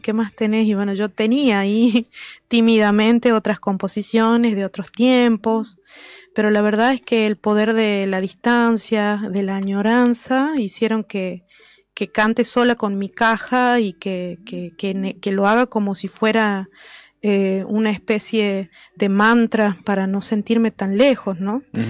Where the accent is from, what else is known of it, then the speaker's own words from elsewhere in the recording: Colpes, Catamarca, Argentina; moved away as an adult; also born or lived in La Rioja; now in Buenos Aires, Argentina; Yo viví 18 años, nací en Catamarca, en Colpes Pomán, provincia de Catamarca, y viví ahí hasta los 18 años. Luego tuve que volar, me fui para La Rioja y en La Rioja viví 17 años. Así que una mitad, la mitad más uno en Catamarca, catamarqueña.